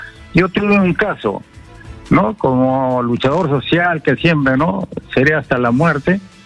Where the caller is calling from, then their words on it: Ilo, Moquegua, Peru; Puerto Hilo